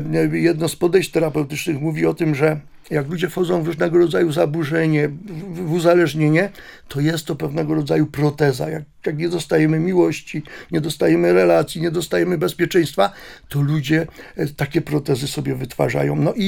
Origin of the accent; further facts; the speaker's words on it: Lesser Poland, Poland; Ja pochodzę z takiej małej wioski na Podhalu, w okolicach Nowego Targu.